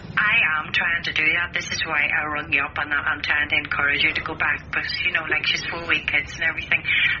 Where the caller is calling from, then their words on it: Belfast, Northern Ireland, United Kingdom; I'm ringing from Belfast, Jerry. I work in a place called Marlborough Road.